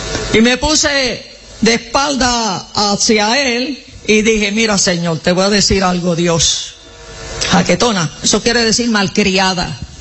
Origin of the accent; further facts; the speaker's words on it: Puerto Rico; moved away; Acuérdense que yo vengo de Puerto Rico.